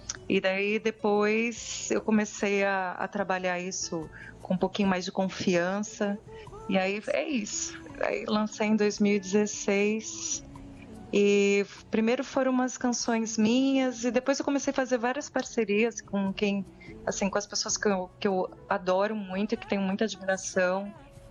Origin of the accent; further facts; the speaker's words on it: Santo André, São Paulo, Brazil; now in São Paulo, Brazil; Eu sou do ABC, sou lá de Santo André e eu me mudei para São Paulo em 2000.